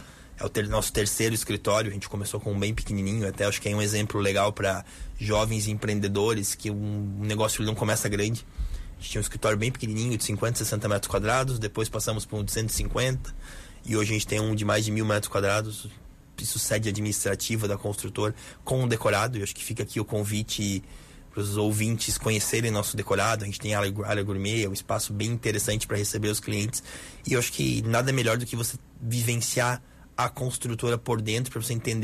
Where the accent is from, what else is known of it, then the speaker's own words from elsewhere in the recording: Joinville, Santa Catarina, Brazil; Sou joinvilense, eu moro aqui, estudei fora, mas moro aqui bastante tempo.